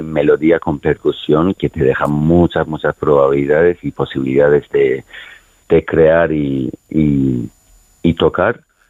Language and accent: Spanish; Iran; yo soy turco de Irán